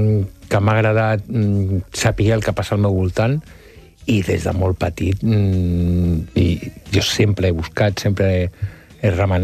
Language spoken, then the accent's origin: Catalan; Barcelona, Catalonia, Spain; sóc de jesuïtes de Sarrià, o sigui, sí, vinc d'una família de classe mitja alta de la ciutat de Barcelona, molt clàssica i molt típica, no?, de professionals liberals